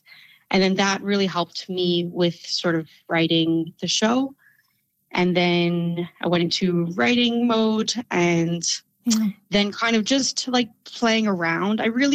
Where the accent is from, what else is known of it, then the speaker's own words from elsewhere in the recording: Halifax, Nova Scotia, Canada; moved away as an adult; also born or lived in Montreal / Vancouver / Toronto; I ended up moving back to Halifax, where I'm from Montreal.